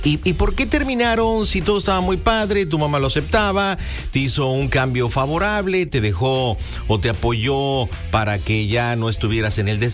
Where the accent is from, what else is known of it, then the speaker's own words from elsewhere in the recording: Argentina; soy argentino.